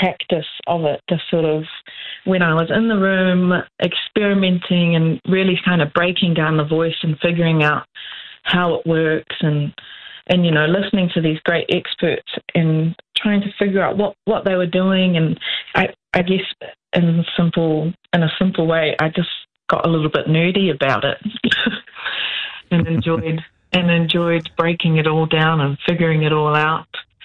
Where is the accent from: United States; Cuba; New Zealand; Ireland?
New Zealand; Hawke's Bay; Yeah. So I grew up in Hawke's Bay.